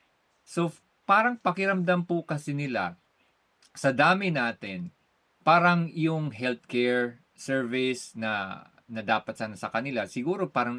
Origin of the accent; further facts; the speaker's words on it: Jolo, Bangsamoro, Philippines; also born or lived in Quezon City; I'm originally from Jolo, Sulu. Mm-hmm. I was born in Quezon City, but I was brought up in Jolo, Sulu.